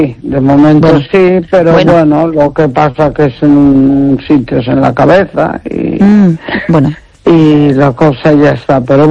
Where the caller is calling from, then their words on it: Neda, Galicia, Spain; Hola, buenas noches, Esther.